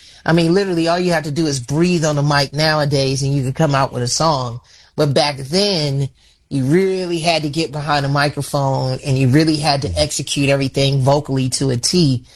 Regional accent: Chicago, Illinois, United States; just to know that my hometown, the city of Chicago, and particularly the steppers community, really rock with this record

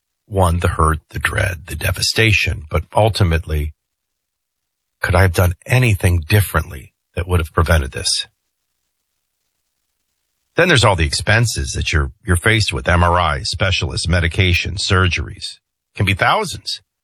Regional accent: New Orleans, Louisiana, United States; People would always say, what was it like growing up in New Orleans? Well, if everybody came to your town to live a debaucherous, sinful few days and throw up on your streets and urinate on your streets, that's what it's like.

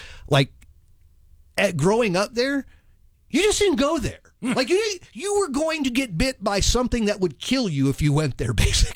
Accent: Lakeland, Florida, United States; moved away; I'm bringing you a story from my hometown of Lakeland, Florida.

